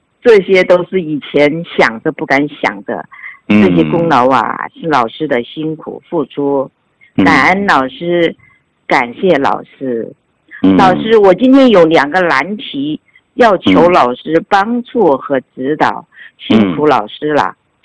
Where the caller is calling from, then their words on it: Wuhan, Hubei, China; 我是来自湖北武汉的学员。